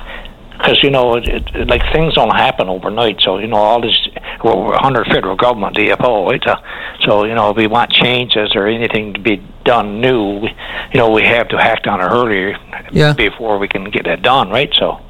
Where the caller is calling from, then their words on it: Newfoundland and Labrador, Canada; Well, I'm calling from the Gulf, northern, western Newfoundland and the Gulf region, northern Peninsula.